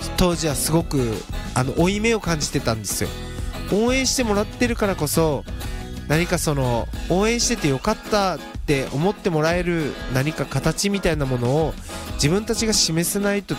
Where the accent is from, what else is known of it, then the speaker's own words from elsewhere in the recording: Tatsugō, Kagoshima, Japan; moved away; 僕の故郷のね、龍郷町の龍遊館で10周年記念ライブ、ワンマンライブやったんですよ。